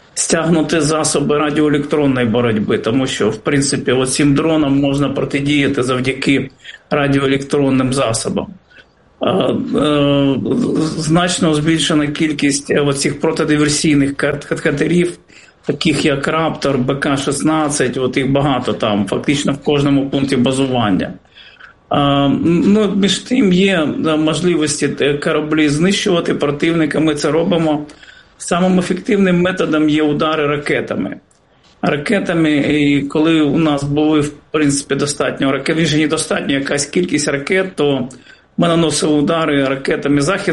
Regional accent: Sevastopol, Ukraine; я сам з Севастополя

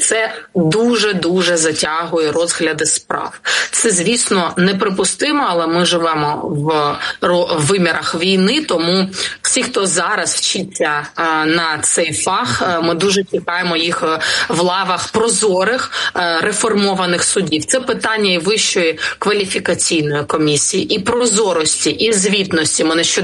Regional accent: Kharkiv, Kharkiv Oblast, Ukraine; вчора в моєму рідному Харкові.

